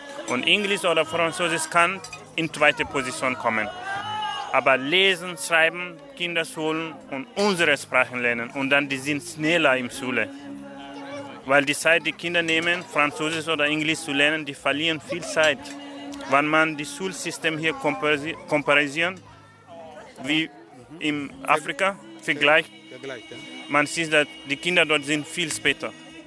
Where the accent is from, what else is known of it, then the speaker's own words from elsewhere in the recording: Burkina Faso; German is a second language; moved away; ich komme aus Burkina Faso, ich bin auch aus dem Norden von Burkina, Nomaden.